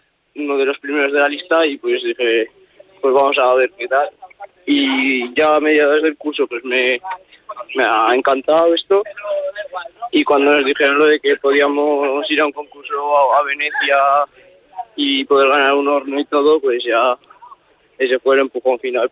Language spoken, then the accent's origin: Spanish; Tarazona, Aragon, Spain; abrir mi restaurante en Tarazona, que es de donde soy.